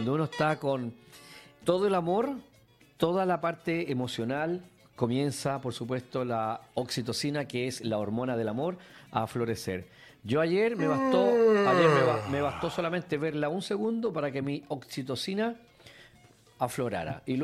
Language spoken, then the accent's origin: Spanish; Chile; No, yo soy chileno